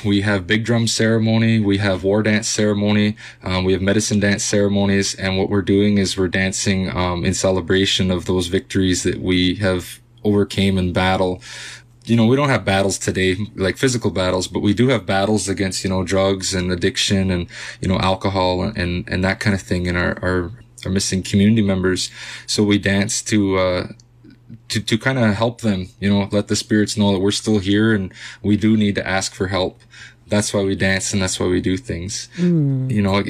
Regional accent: Curve Lake First Nation, Ontario, Canada; I'm from Curve Lake First Nation originally.

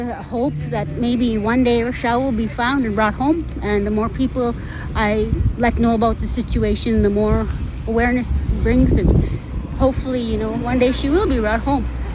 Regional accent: Saskatchewan, Canada; moved away; I'm originally from Standing Buffalo First Nation.

